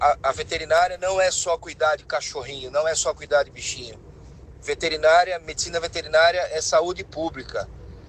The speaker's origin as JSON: {"language": "Portuguese", "town": "Jundiaí", "region": "São Paulo", "country": "Brazil", "said": "Sou de Jundiaí. Meu"}